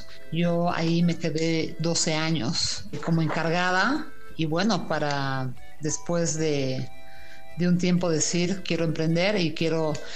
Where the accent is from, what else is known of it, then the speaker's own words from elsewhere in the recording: Andean highlands, Bolivia; yo soy andina también, de la parte de las alturas